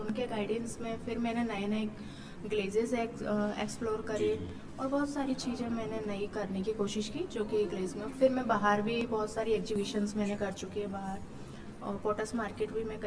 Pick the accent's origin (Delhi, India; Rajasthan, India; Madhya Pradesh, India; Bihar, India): Madhya Pradesh, India; Gwalior; मैं सीखकर तो अपने ग्वालियर से ही आई थी।